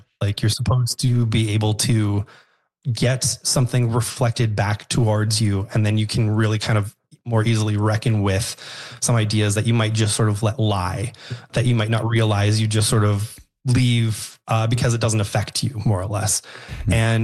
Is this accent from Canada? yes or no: yes; Alberta, Canada; Honestly, I grew up outside of Edmonton and came to Edmonton sort of in my mid-20s.